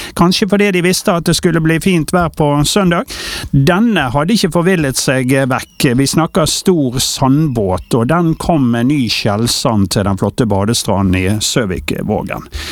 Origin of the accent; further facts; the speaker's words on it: Western Norway, Norway; men som vestlendinger så har vi jo evnen til å vente